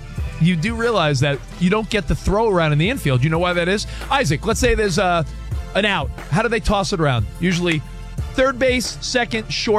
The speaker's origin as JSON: {"language": "English", "region": "New York", "country": "United States", "tie": "born or raised there", "said": "Like the Daily, we grew up in New York, the Daily News and Newsday"}